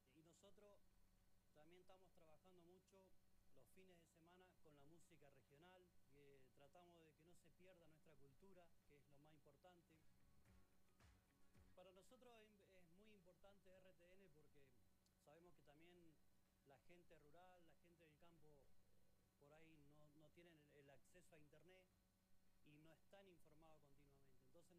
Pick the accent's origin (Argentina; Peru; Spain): Argentina; Las Ovejas, Neuquén; soy de Las Ovejas.